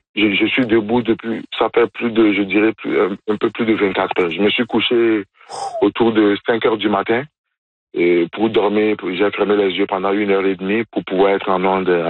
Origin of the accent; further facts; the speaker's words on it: Benin; de mon pays d'origine, du Bénin.